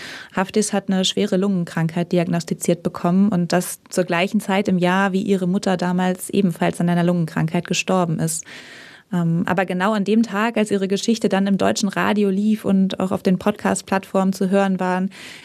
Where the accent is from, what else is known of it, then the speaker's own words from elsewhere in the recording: Northern Germany, Germany; Ich komme aus Norddeutschland, also genau daher, wo die Frauen damals angeworben wurden.